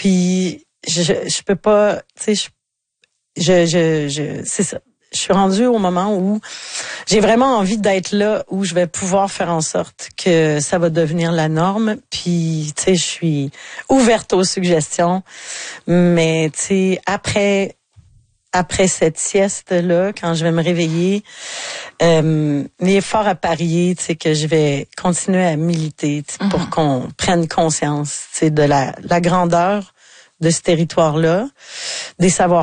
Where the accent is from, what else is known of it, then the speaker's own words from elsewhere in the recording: Quebec, Canada; Tu sais, puis chez nous, dans le Bas-Saint-Laurent, tu sais, avec le vieux théâtre de Saint-Fabien, avec le théâtre du Bic.